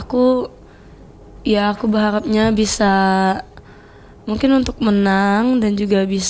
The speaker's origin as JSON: {"language": "Indonesian", "region": "South Sumatra", "country": "Indonesia", "said": "nunjukinnya kalau kami dari Sumsel nih gitu."}